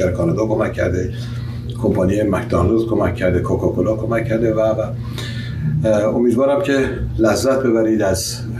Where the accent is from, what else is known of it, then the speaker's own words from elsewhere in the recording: Iran; برای منم افتخاری است که تونستم به عنوان یک ایرانی عرض اندام بکنم